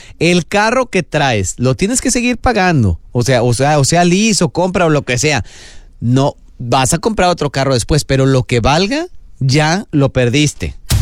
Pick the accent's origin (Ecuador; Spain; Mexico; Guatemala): Mexico; Nosotros, obviamente, como somos mexicanos